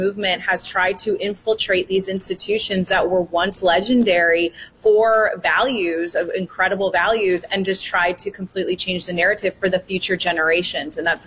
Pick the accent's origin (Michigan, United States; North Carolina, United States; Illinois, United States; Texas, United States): Illinois, United States; I'm from the Illinois area